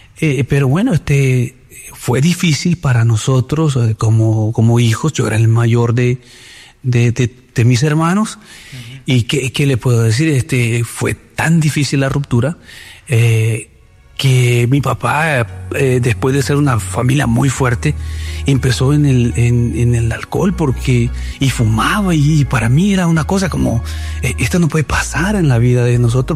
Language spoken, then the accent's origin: Spanish; El Salvador; Yo nací en El Salvador, en una familia muy, muy fuerte